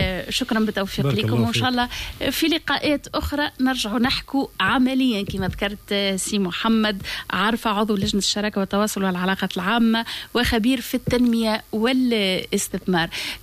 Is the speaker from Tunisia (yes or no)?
yes; Gafsa Governorate, Tunisia; كتوانسه كاهالي قفصه